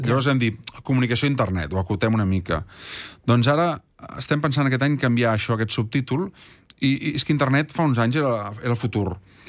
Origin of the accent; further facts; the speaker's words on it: Granollers, Catalonia, Spain; i jo sóc de Granollers, i per tant em quedava molt a prop